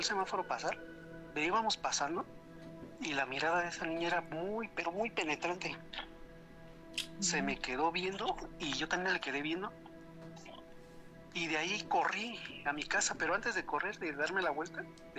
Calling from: San Juan del Río, Querétaro, Mexico; De aquí de San Juan del Río.

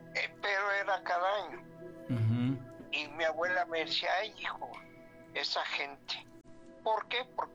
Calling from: Puebla, Mexico; De la ciudad de Puebla.

